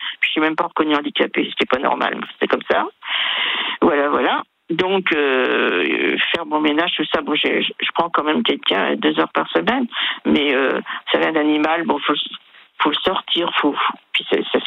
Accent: Brittany, France; Moi, je suis bretonne, hein, je suis née en Bretagne

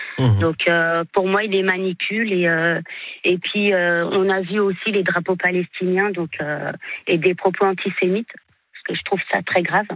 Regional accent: Île-de-France, France; Moi, j'ai grandi près de Garches-Charcelles

